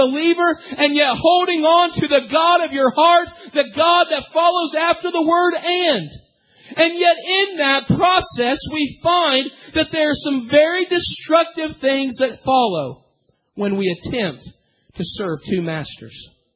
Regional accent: United States; As an American citizen

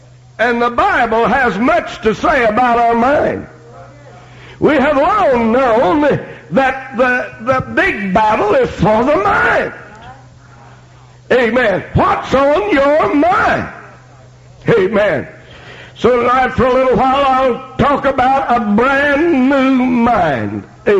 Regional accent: Arkansas, United States; Jonesboro, Arkansas is 100 miles from my hometown. It's over halfway between Mammoth Spring and Memphis.

